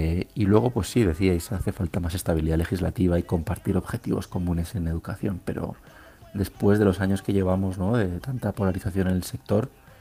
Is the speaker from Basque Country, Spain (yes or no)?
yes; Bilbao, Basque Country, Spain; Yo soy de Bilbao